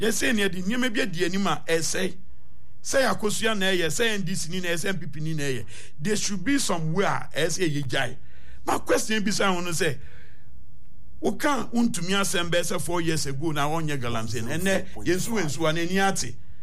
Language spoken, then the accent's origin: English; Ghana; Matisse Mu discussed here as a Ghanaian